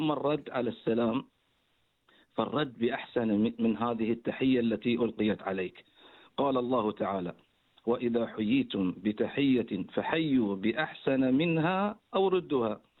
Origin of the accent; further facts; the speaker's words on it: Bahrain; إذاعة البحرين وإذاعة مملكتنا الغالية